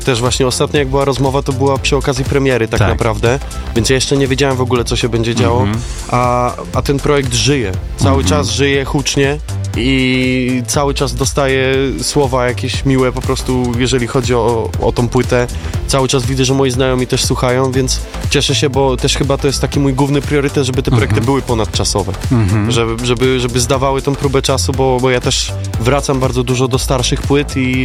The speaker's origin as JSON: {"language": "Polish", "town": "Łódź", "region": "Łódź Voivodeship", "country": "Poland", "said": "ale jestem bardzo dumny z tego, że jestem z Łodzi. I nie wyobrażam sobie żyć chyba poza moim miastem na ten moment."}